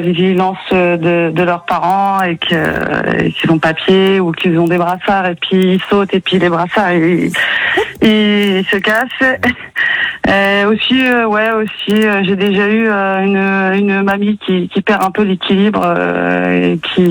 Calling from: Hauts-de-France, France; De Rouzy, dans le Nord

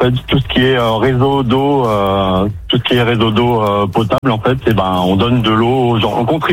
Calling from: Auvergne-Rhône-Alpes, France; Je viens de Haute-Savoie, un petit patin qui s'appelle Sionzé, pas très loin d'Annemasse, Genève.

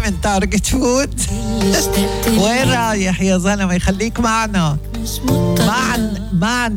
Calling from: Syria; انا من سوريا بسمعكن عطول، اهلا وسهلا

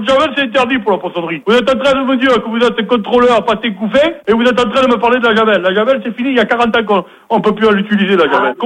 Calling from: France; on est français

